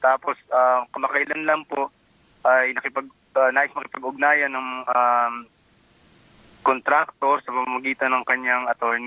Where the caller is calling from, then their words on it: Karamoan, Bicol Region, Philippines; Taga ano po, Karamoan, Bicol.